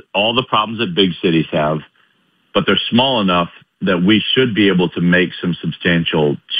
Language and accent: English; Chicago, Illinois, United States; also born or lived in Raleigh; now in York, United States; I moved to York in 2004 from Raleigh, North Carolina. I was actually born and raised outside in the suburbs of Chicago.